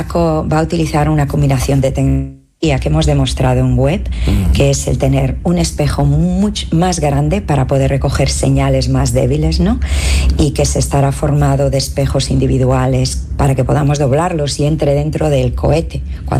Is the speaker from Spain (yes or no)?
yes; Galicia, Spain; born there; Y claro, España, yo vengo todos los años, me tira mucho, es donde nací, mi tierra gallega y toda España, ¿no?